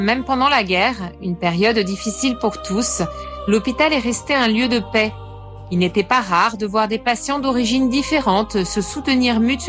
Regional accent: Myanmar; French is a second language; moved away; Je viens du Myanmar et je suis arrivée ici il y a presque 11 ans.

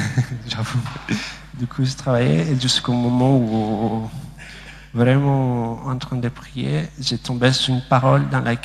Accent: Bolivia; French is a second language

